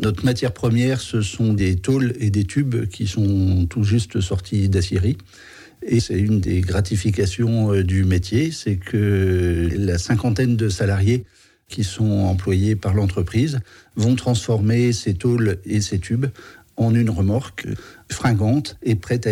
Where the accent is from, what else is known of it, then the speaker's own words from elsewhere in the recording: Orléans, Centre-Val de Loire, France; born there; now in Mayenne, France; Je suis né à Orléans il y a plus de 50 ans de cela.